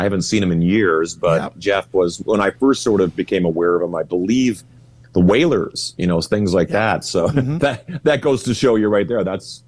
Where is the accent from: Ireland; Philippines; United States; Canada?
Canada; Manitoba; born there; also born or lived in Saskatchewan; We grew up, I was born in Saskatchewan, but we immediately moved up to northern Manitoba.